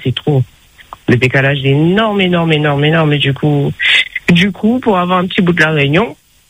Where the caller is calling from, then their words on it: Guadeloupe; moi j'habite en Guadeloupe